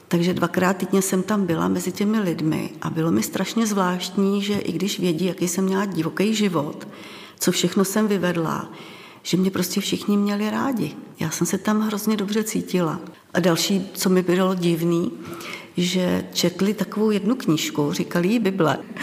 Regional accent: Čelákovice, Central Bohemian Region, Czechia; z Čelákovic a chtěla jsem se s vámi sdílet o tom, jak jsem poznala Pána Ježíše.

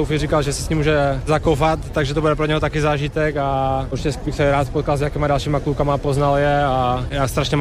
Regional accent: Opava, Moravian-Silesian Region, Czechia; Já jsem z Opavy, takže určitě faním Opavě.

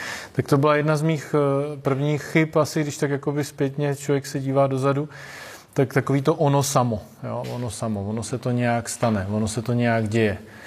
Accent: Brno, South Moravian Region, Czechia; Jsem původně z Brna

